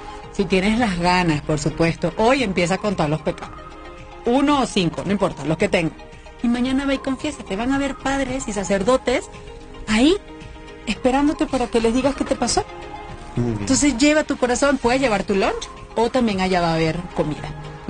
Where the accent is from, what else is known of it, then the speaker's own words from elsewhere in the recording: Venezuela; soy venezolana